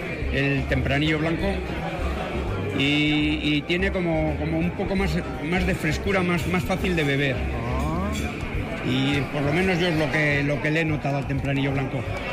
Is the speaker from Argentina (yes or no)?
no; Baños de Ebro, Basque Country, Spain; Nos han dado premio, somos de Baños de Ebro, y nos han dado el primer premio del blanco joven.